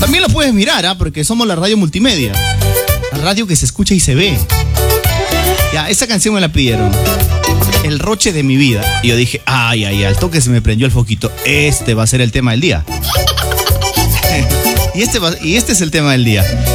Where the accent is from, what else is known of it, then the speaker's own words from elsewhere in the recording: Peru; Las canciones de mi tierra, las canciones de mis viejos